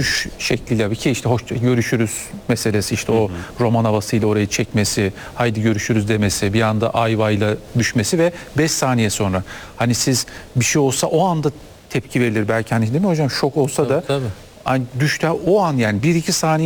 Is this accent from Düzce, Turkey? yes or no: no; Yalova, Turkey; Tahir Bey, o zaman ben de Yalovalıyım.